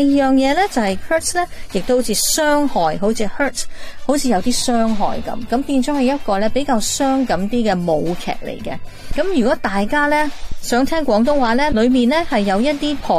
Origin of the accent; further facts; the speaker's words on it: Hong Kong; now in Toronto, Canada; 我哋香港人